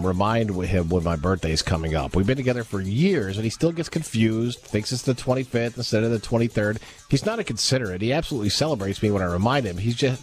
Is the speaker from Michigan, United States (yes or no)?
yes; Michigan, United States; Well, I grew up in Michigan, so it feels like I've already seen a billion lakes.